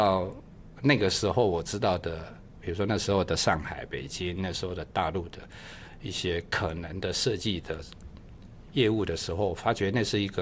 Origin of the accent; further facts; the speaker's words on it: Taiwan; now in Mainland China; 因为我是台湾人嘛